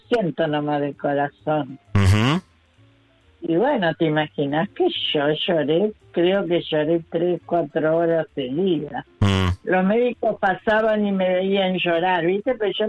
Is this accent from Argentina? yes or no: yes; Hurlingham, Buenos Aires Province, Argentina